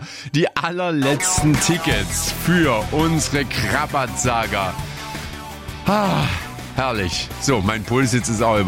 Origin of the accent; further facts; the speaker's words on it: Saxony, Germany; natürlich bin ich Sachse.